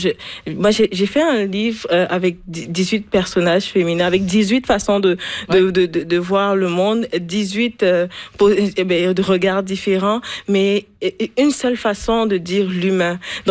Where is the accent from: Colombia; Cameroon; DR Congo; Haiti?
Cameroon; J'étais chez moi au Cameroun et je lisais, je voyais par exemple New York, que je n'ai jamais visité